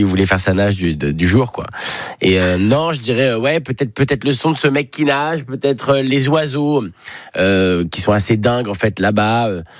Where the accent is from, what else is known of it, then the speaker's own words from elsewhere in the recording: Paris, Île-de-France, France; Moi, j'ai passé beaucoup de temps près de la Méditerranée, où évidemment j'ai grandi à Paris, donc vivre près de la Seine, ça a rien à voir.